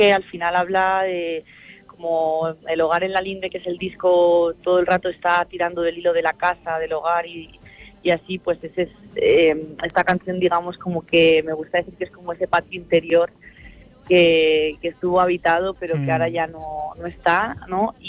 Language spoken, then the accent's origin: Spanish; Villamayor de Santiago, Castilla-La Mancha, Spain; en mi pueblo, en Villamayor de Santiago